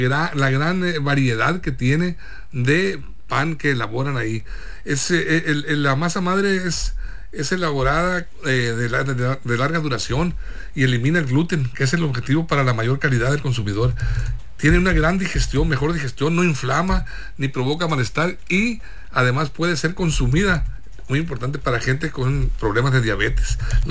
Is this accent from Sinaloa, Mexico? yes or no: yes; Guamúchil, Sinaloa, Mexico; Sí, mira, fíjate que en Guamúchil, Sinaloa, mi tierra, estoy muy contento